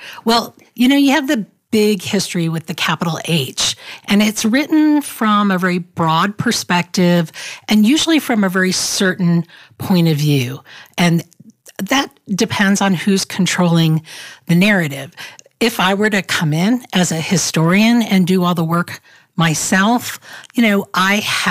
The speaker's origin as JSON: {"language": "English", "region": "Georgia", "country": "United States", "moved": "yes", "said": "I'm from the South. I'm from Georgia."}